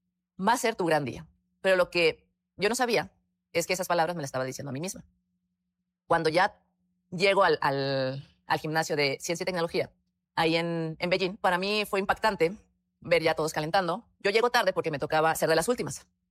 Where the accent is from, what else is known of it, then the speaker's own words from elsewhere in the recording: Mexico; en el Campeonato del Mundo en Puebla, en mi país